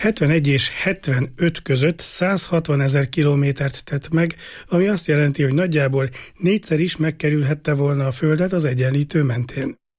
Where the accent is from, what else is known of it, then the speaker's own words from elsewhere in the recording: Hungary; aki miután megtudta, hogy magyar vagyok